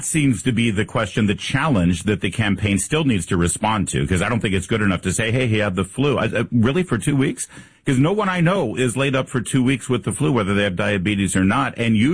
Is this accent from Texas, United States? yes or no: no; Michigan, United States; I mean, I'm from Michigan, so I think the whole state of Ohio was borderline loony bin.